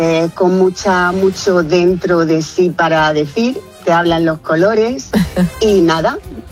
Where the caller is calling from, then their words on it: Murcia, Region of Murcia, Spain; De Murcia.